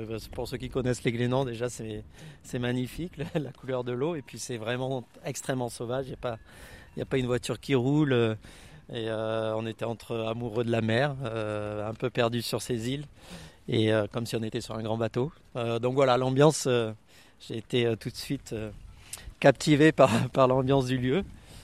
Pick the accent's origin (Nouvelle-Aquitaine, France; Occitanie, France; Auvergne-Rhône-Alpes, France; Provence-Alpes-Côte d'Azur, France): Provence-Alpes-Côte d'Azur, France; Aix-en-Provence; Je viens du sud-est de la France, d'Aix-en-Provence, Marseille, pour vous situer.